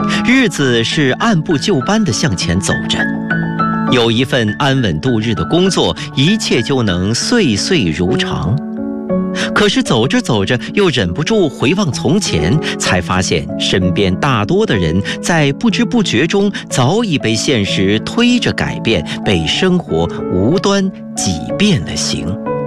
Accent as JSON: {"language": "Chinese", "region": "Northeast China", "country": "China", "tie": "born or raised there", "moved": "yes", "lives_now": "Beijing, China", "said": "虽然说我的祖籍是江苏，但是我是在东北长大的。"}